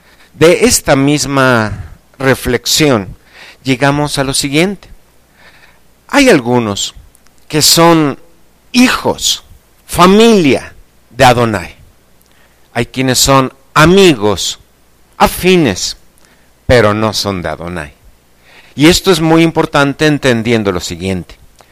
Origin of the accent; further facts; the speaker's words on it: Mexico; nosotros que somos mexicanos, la gran mayoría